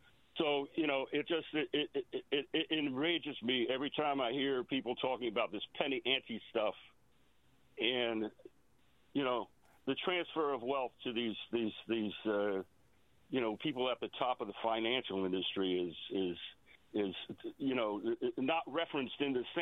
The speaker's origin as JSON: {"language": "English", "region": "East Coast", "country": "United States", "said": "I'm originally from the East Coast."}